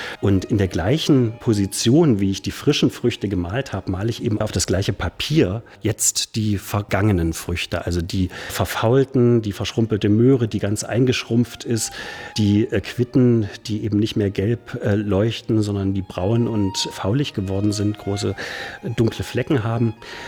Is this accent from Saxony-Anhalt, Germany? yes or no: no; Erfurt, Thuringia, Germany; Ich bin in Erfurt groß geworden